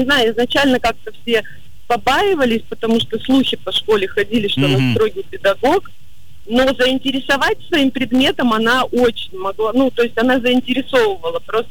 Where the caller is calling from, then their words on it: Sochi, Krasnodar Krai, Russia; Здравствуйте … я из Сочи.